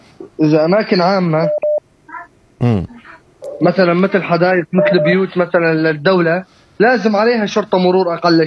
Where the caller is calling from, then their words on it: Aleppo, Aleppo Governorate, Syria; أنا من حلب.